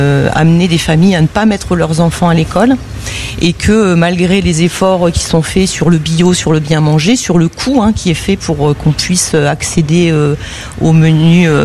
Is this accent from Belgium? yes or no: no; Hauts-de-France, France; now in Nîmes, France; Je viens de la région du Nord.